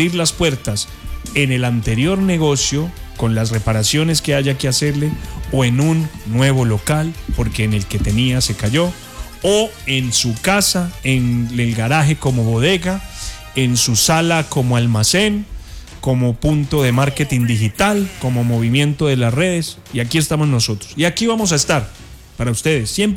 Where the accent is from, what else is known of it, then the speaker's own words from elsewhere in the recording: Pereira, Risaralda, Colombia; porque eso es lo que somos los pereiranos. Solidaridad.